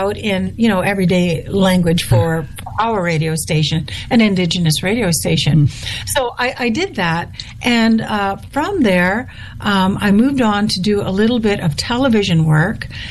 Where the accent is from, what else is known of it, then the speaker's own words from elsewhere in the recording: Manitoba, Canada; now in Fort Saskatchewan, Canada; I'm from Manitoba. No, I was born in Manitoba, and I go home as frequently as I can. I came back from being back home about a month ago, but I now live in Alberta. I live outside of it, in a little town called Fort, believe it or not, Fort Saskatchewan, Alberta.